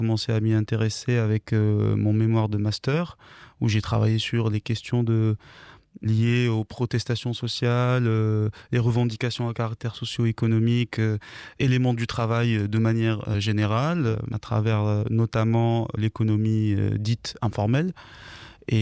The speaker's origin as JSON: {"language": "French", "country": "Tunisia", "said": "moi, j'avais 18 ans en 2011 quand il y a eu la révolution. Je suis tunisien"}